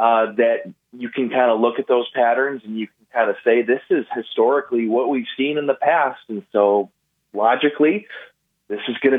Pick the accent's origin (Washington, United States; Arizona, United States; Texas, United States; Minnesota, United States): Minnesota, United States; I grew up in Minnesota